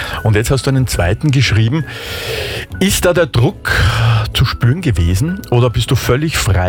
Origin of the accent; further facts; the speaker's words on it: Vienna, Austria; Also wir sind hier in Wien. Ich bin ein gebürtiger Wiener, ein Ur-Wiener sozusagen.